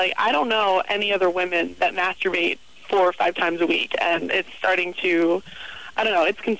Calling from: Pittsburgh, Pennsylvania, United States; I am calling from Pittsburgh.

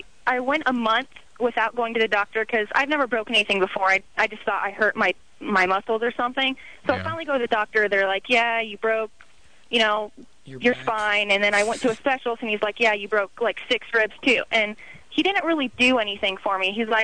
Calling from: Arizona, United States; I'm from Arizona, and we don't have like a lot of trees out there. We have flat land and cacti and stuff.

